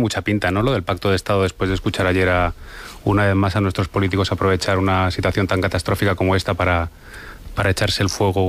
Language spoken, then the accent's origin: Spanish; Valencian Community, Spain; yo recuerdo, yo, bueno, soy valenciano, recuerdo en La Dana el debate era si Mazón había pedido o no la declaración de estado de emergencia.